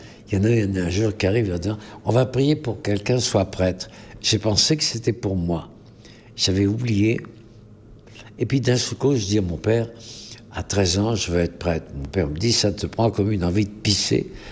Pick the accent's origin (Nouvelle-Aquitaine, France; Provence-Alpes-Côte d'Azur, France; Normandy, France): Nouvelle-Aquitaine, France; Rochefort; born there; je suis né à Rochefort, d'une famille de 15 enfants. Grande famille, magnifique, très pauvre. J'ai vécu dans la pauvreté.